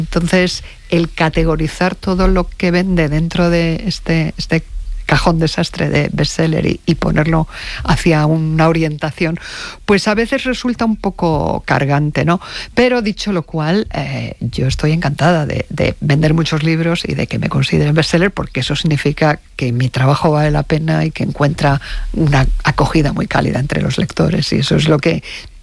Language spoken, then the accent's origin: Spanish; Spain